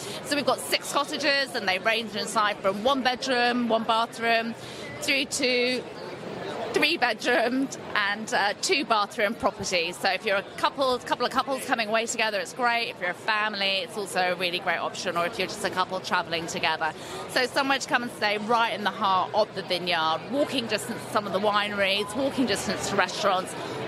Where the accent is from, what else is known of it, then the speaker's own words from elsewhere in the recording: United Kingdom; As a Brit coming to somewhere so isolated, so rural, the enormous skies